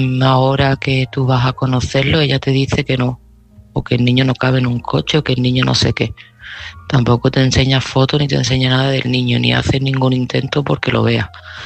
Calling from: Seville, Andalusia, Spain; de Sevilla

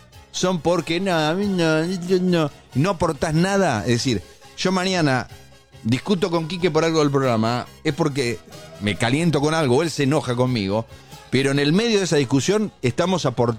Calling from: General Rodríguez, Buenos Aires Province, Argentina; Buen día, Cali. … de General Rodríguez.

